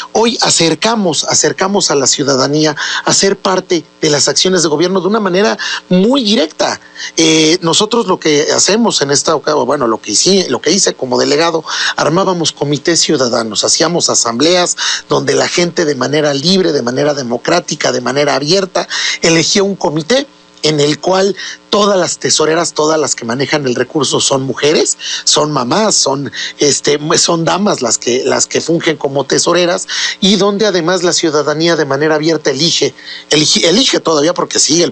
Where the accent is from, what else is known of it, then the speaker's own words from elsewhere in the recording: Puebla, Mexico; Yo soy poblano, Rafa, tú lo sabes, aquí nací, aquí me crié en el centro histórico, toda mi vida prácticamente la he hecho en Puebla y estoy criando hoy a mi hijo como padre soltero en Puebla.